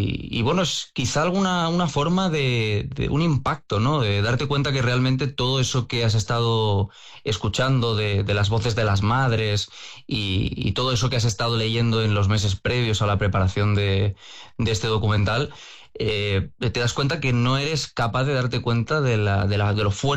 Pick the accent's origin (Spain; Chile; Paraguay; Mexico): Spain; yo personalmente que soy de España